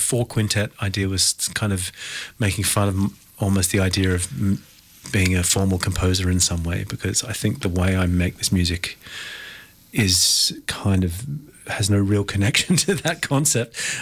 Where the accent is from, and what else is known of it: Greenwich, London, United Kingdom; born or raised there